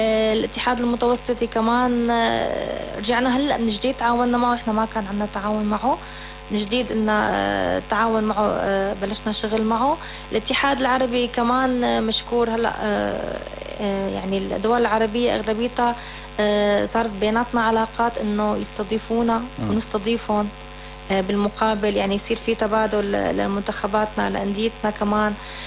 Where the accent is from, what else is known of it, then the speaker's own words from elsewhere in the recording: Syria; عندنا بسوريا